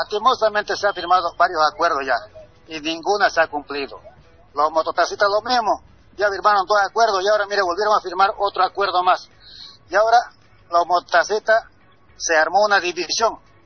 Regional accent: Bolivia; now in San Julián, Bolivia; que somos bolivianos

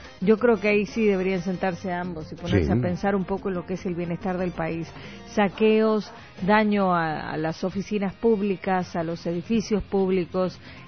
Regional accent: Bolivia

